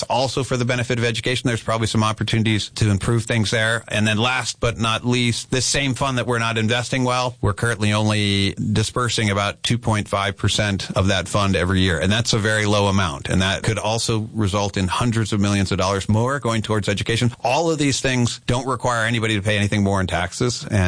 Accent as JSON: {"language": "English", "town": "Tucson", "region": "Arizona", "country": "United States", "tie": "born or raised there", "lives_now": "Phoenix, United States", "said": "I have a lot of family who live in rural areas. I grew up in Tucson. I live in Phoenix now."}